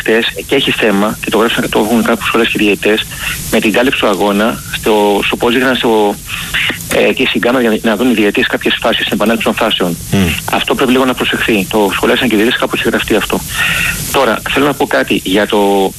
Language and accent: Greek; Greece; οπαδοί οι οποίοι είμαστε Έλληνες